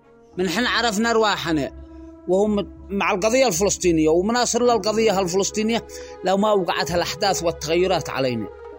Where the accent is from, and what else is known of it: Yemen